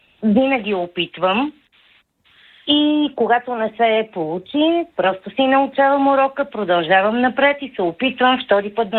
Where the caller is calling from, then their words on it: Blagoevgrad, Blagoevgrad Province, Bulgaria; съм от Благоевград.